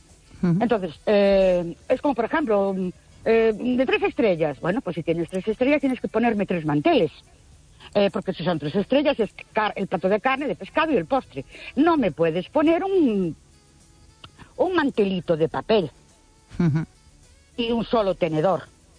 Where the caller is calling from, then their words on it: Ourense, Galicia, Spain; de Ourense.